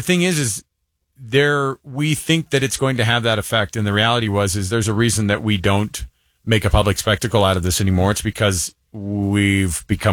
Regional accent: Utah, United States; We told them, oh, we're from Utah.

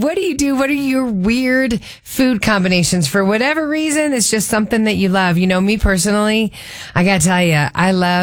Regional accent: Thornton, Colorado, United States; growing up in Thornton.

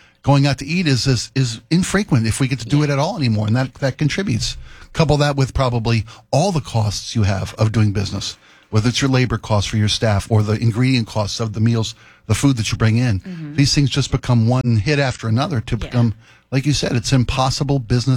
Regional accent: Baltimore, Maryland, United States; I was growing up in Baltimore City.

